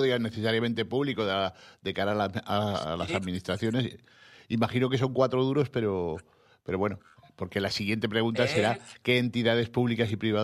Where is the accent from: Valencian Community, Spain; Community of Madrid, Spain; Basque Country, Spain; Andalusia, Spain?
Andalusia, Spain; nuestras fronteras andaluzas